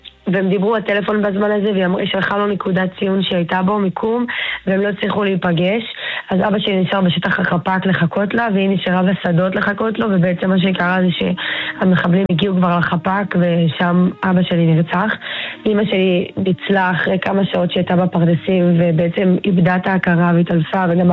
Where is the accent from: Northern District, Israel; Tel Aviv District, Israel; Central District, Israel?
Northern District, Israel; אבא שלי היה חבר קיבוץ בית קשת, אז ככה אנחנו מהצפון כולנו, אנחנו עדיין גרים באחוזת ברק, וגם אבא שלי גר באחוזת ברק איתנו.